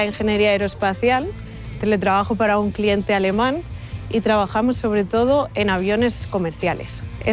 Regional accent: Cuenca, Castilla-La Mancha, Spain; tengo 31 años, vengo de Cuenca

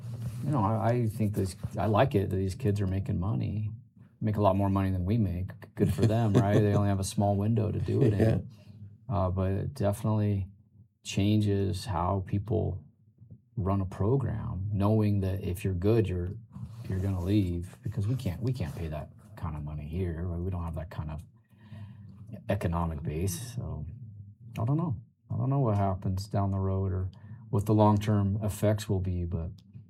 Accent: Salt Lake City, Utah, United States; I grew up in Salt Lake

